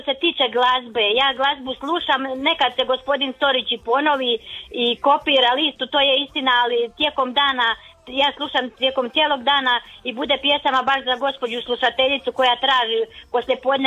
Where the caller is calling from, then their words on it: Šibenik, Šibenik-Knin County, Croatia; Za te aute, znate kako kod nas u Šibeniku, ako se vi nećete, ma možete imati 5 Mercedesa kod kuće, kažu da ste sirotinja ako idete pješke